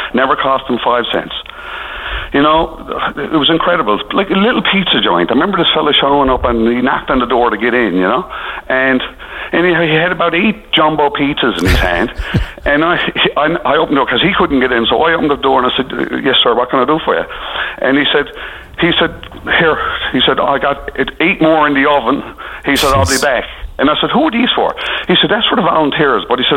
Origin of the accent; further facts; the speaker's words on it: Newfoundland and Labrador, Canada; but, you know, as a Newfoundlander, and, you know, it was very proud for me to be there, and the job that St. John's did.